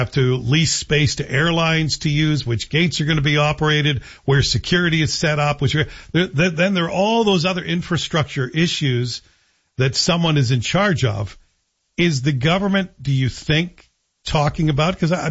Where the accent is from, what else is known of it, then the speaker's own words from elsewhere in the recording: Canada; And as a passenger and as a Canadian, I'm in.